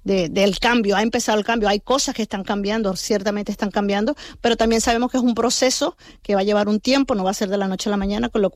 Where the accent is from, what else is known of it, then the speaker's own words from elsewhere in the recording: Venezuela; moved away as an adult; now in Canary Islands, Spain; venezolana de pura cepa